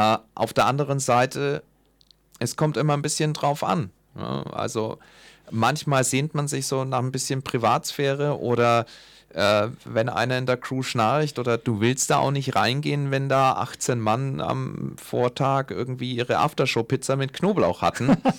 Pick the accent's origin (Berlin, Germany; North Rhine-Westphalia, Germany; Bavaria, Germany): Bavaria, Germany; Nuremberg; Als Nürnberger Pflicht.